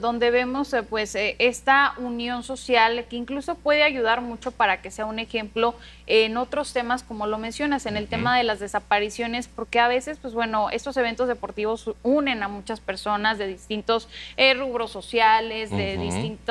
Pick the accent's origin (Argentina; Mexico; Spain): Mexico